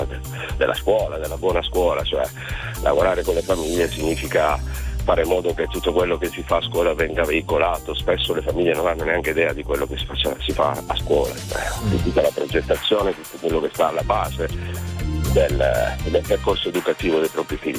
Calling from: Cremona, Lombardy, Italy; Io chiamo da Cremona.

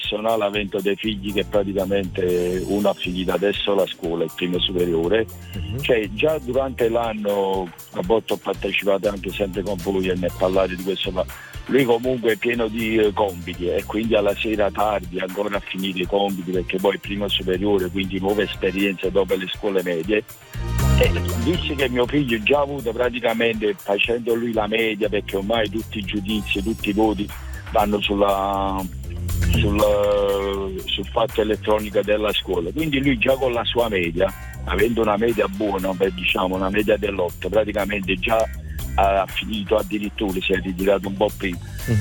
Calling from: Naples, Campania, Italy; Allora, io chiamo da Napoli, adesso mi sono fermato per andare al lavoro

